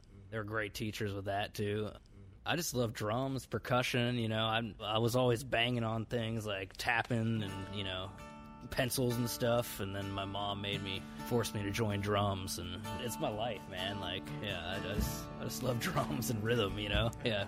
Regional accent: Pittsburgh, Pennsylvania, United States; I'm from Pittsburgh, Pennsylvania.

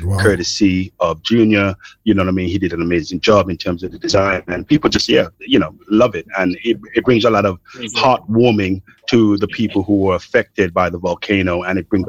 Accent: Montserrat; now in United Kingdom; I came from Fairfield Trials, one of the places where the volcano, you know, made its mark and no longer available.

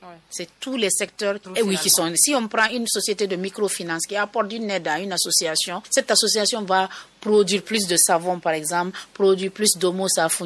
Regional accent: Guinea; en tant que Guinéenne

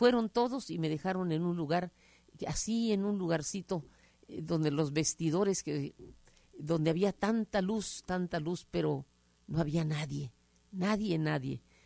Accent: Mexico City, Mexico; cuando crecí en la Ciudad de México, pues me encontré, después de que mi madre me tuvo en un colegio, ¿verdad? En un colegio, en un internado, allí en la Basílica de Guadalupe

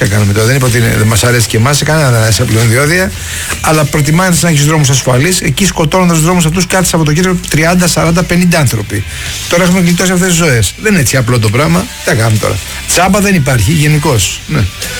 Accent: Kalamata, Peloponnese, Greece; απαράδεκτα είναι τα 20 ευρώ διόδια πληρώνω για να πάω στο χωριό μου στην Καλαμάτα.

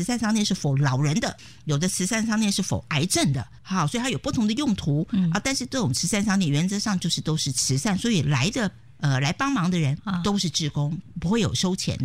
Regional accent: Taiwan; moved away as an adult; now in North West England, United Kingdom; 其实我是台湾人，道地的台湾人，独生土长的。

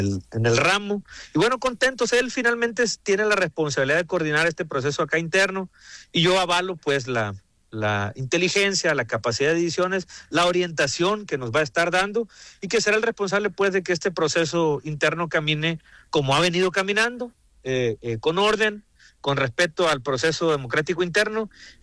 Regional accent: La Reforma, Sinaloa, Mexico; o vas para la Reforma de donde yo soy

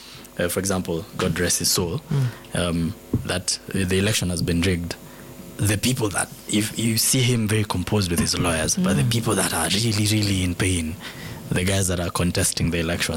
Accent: Nanyuki, Laikipia County, Kenya; I come from Nanyuki

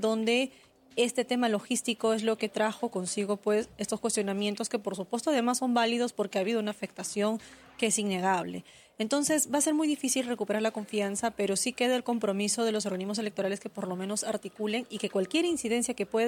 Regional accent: Cajamarca, Peru; yo que soy de Cajamarca

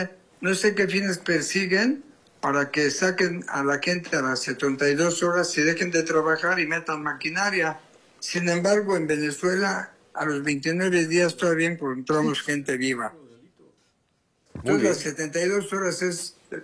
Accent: Mexico; honrosamente mexicanos todos, bueno, los que venimos de México

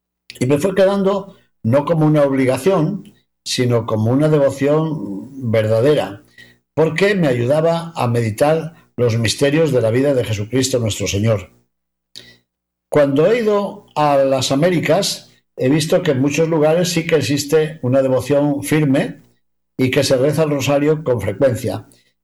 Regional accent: Palazuelo de Órbigo, Castile and León, Spain; Cuando era niño, en casa, vivíamos en Palazuelo de Órbigo, mi padre era el maestro

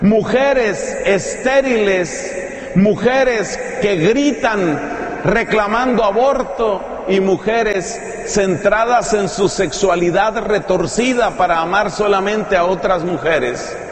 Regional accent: Colombia; en mi país, donde tenemos elecciones el año entrante en Colombia

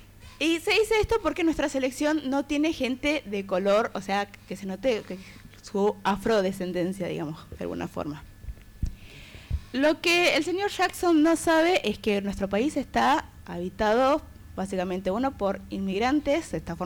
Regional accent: Argentina

